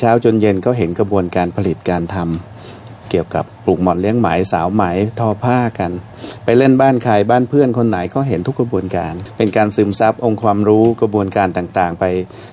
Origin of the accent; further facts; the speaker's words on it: southern Isan, Thailand; moved away; ท่านบอกว่า … เธอลองกลับไปที่บ้านเกิดที่อีสานใต้นะครับ